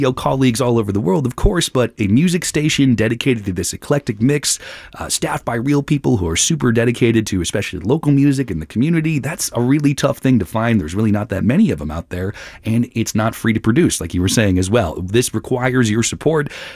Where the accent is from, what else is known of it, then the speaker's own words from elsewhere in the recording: Minnesota, United States; I grew up here in Minnesota.